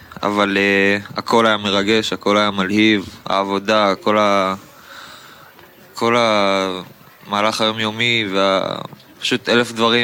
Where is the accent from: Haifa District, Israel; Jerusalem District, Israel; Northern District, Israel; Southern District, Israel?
Northern District, Israel; Tzippori; אני בן 19, מציפורי.